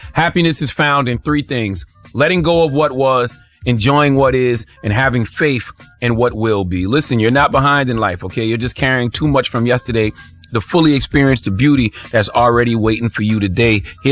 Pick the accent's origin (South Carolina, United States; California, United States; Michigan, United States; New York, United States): South Carolina, United States; Moncks Corner; in my hometown in Mounts Corner, South Carolina